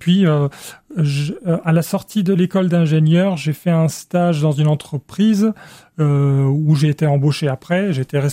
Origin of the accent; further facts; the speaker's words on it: Egypt; Alors, ce qui s'est passé, c'est que j'ai grandi en Égypte et j'ai eu une scolarité qui a été un peu compliquée, enfin même plus que ça.